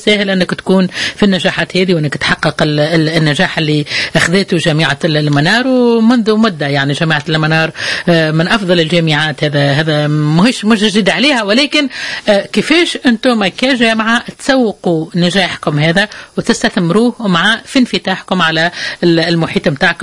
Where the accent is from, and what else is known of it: Tunisia